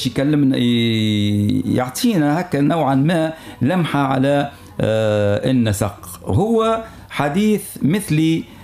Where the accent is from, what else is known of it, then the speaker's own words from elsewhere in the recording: Tunisia; ونحن في تونس